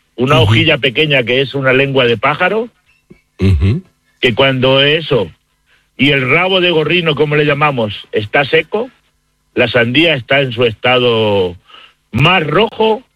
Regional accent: Spain; Porque yo soy español y mi mujer es brasileña.

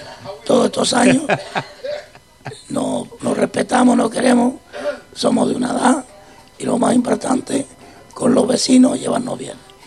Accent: San Isidro, Canary Islands, Spain; born there; also born or lived in San Sebastián de la Gomera; Yo me vine de San Sebastián de 4 años, llevo toda la vida en San Isidro

